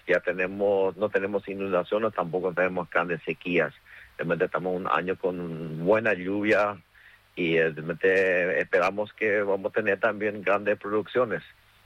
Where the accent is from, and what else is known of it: Paraguay